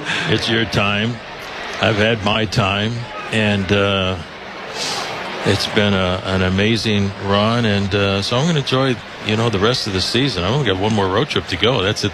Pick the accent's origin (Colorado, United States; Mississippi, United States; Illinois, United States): Illinois, United States; Chicago; Yeah, he was my hero growing up in Chicago, as I mentioned a million times.